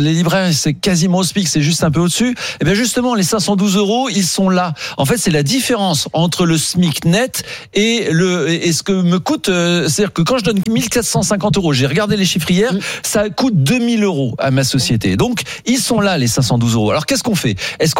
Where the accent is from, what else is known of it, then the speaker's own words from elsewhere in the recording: Grand Est, France; Alors, en plus, vous me connaissez, je suis lorrain d'origine